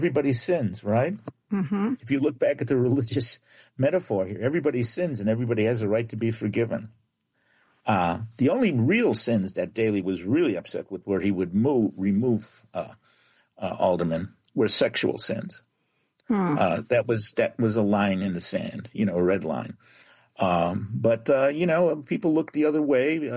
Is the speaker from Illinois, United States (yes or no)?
yes; Chicago, Illinois, United States; I grew up in the 14th ward. I grew up in Eddie's ward. And I lived in the 13th ward, Madigan's ward, for a while.